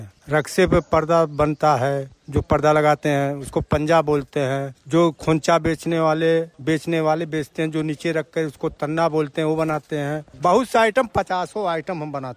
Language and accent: Hindi; Azamgarh, Uttar Pradesh, India; moved away as an adult; अपना हमारा घर है आजमगढ़, यहाँ हम 27 साल से हैं